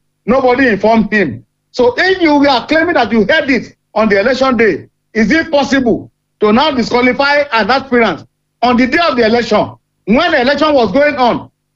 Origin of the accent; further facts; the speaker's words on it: Ondo, Nigeria; I'm from Watatin in Akuba.